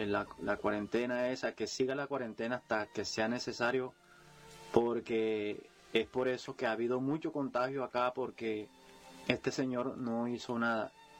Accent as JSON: {"language": "Spanish", "town": "Montería", "region": "Córdoba", "country": "Colombia", "tie": "born or raised there", "moved": "as an adult", "lives_now": "London, United Kingdom", "said": "Hoy quisiera estar en el barrio de La Granja, compartiendo con mi esposa, mi niño, mis amigos, jugar esas partidas, pero lamentablemente estoy lejos de mi tierra"}